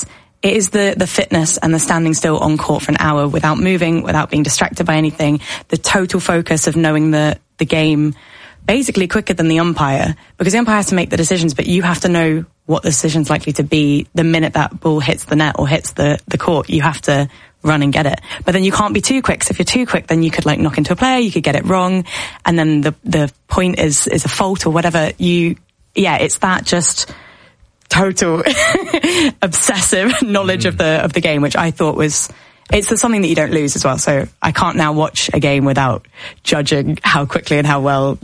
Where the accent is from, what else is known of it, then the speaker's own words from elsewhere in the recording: Wimbledon, London, United Kingdom; So I grew up around Wimbledon and I got to train and I got selected.